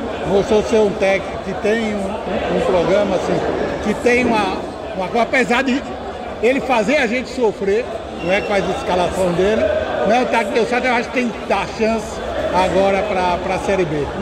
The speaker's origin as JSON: {"language": "Portuguese", "town": "Paudalho", "region": "Pernambuco", "country": "Brazil", "said": "Eu sou de Paudalho."}